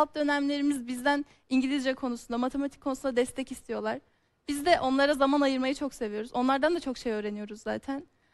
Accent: Kayseri, Turkey; Kayseriliyiz. Her tatilde de geri dönüyoruz.

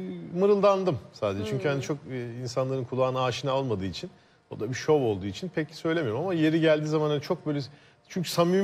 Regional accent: Kadıköy, Istanbul, Turkey; Beni annem Kadıköy'de büyüdüm ben.

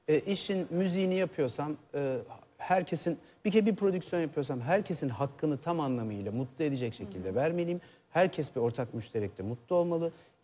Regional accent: Istanbul, Turkey; Fatih'te doğdum büyüdüm ben. Böyle orta direğin biraz altı gibi bir aile.

